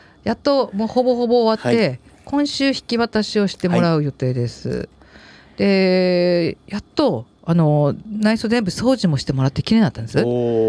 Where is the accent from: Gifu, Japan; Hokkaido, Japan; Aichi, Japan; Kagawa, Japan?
Hokkaido, Japan; Sapporo; 札幌のそれこそ私の地元というか麻布駅も